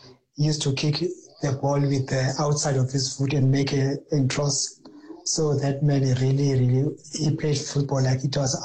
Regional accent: Port Shepstone, KwaZulu-Natal, South Africa; from Port Shepston.

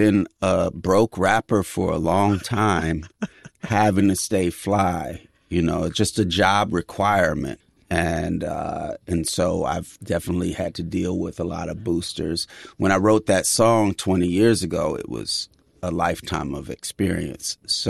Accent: California, United States; obviously I come from the Bay Area, so I'm going to, you know, shoot shots on that behalf.

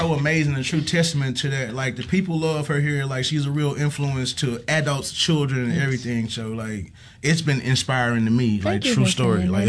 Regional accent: United States; I just want to say, you know, I'm from Holmes County, and we make the news a lot.

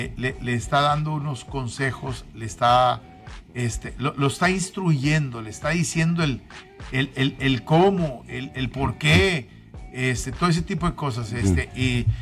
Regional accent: Mexico; como mexicanos tenemos que disfrutarlo.

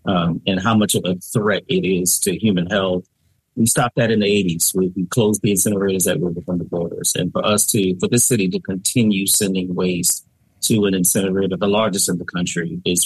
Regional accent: Philadelphia, Pennsylvania, United States; I'm a native Philadelphian. Unlike South Philly, I come from Northside.

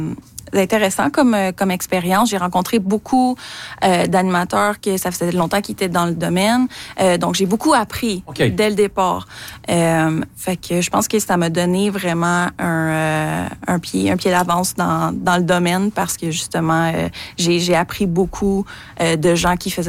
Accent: Montreal, Quebec, Canada; je viens de Montréal

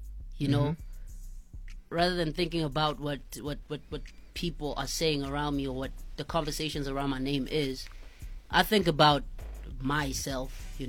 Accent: Tembisa, Gauteng, South Africa; moved away; I was raised in Tembisa.

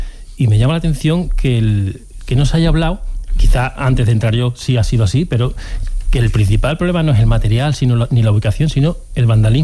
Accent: San Fernando, Andalusia, Spain; born there; now in Seville, Spain; No, nací en San Fernando.

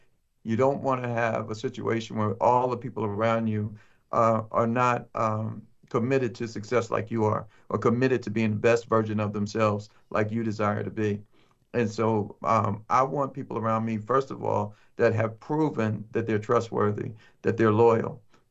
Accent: New Jersey, United States; I'm from New Jersey, and we're not big on initiating conversation.

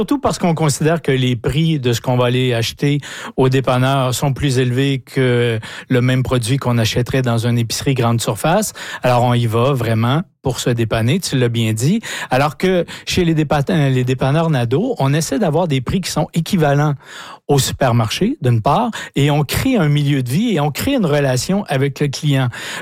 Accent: Saint-François-d'Assise, Quebec, Canada; moved away; qui me ramène dans mon patelin d'origine, Saint-François d'Assise

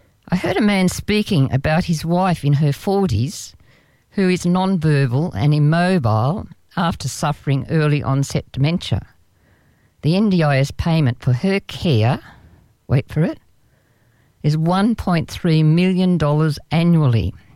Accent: Australia; So being an Australian taxpayer, I get pretty annoyed

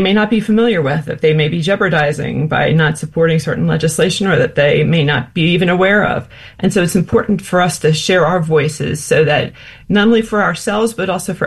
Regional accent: New Jersey, United States

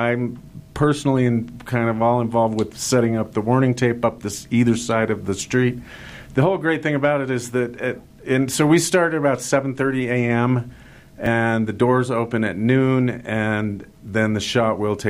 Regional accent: Salt Lake City, Utah, United States; also born or lived in Park City, Utah; I kind of grew up here. I grew up in Salt Lake, but my parents loved Park City, so spent a lot of my youth up here in Park City.

